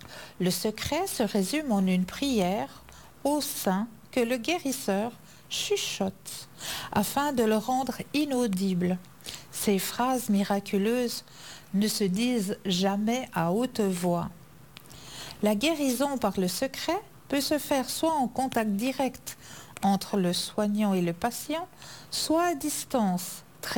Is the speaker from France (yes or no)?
no; Switzerland; ici chez nous en Suisse